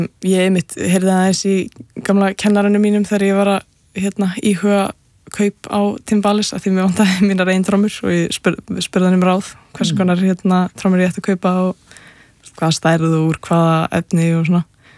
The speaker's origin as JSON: {"language": "Icelandic", "region": "Capital Region", "country": "Iceland", "tie": "born or raised there", "said": "Nei, ég er ættu að vestan ég úlst upp bara bara á höfbrukarsveðinu sko."}